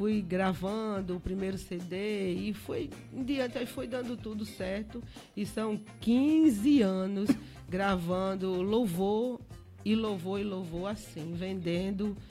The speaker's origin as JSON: {"language": "Portuguese", "region": "Paraíba", "country": "Brazil", "also_born_or_lived": "São Paulo", "moved": "as an adult", "said": "quando eu cheguei aqui na Paraíba"}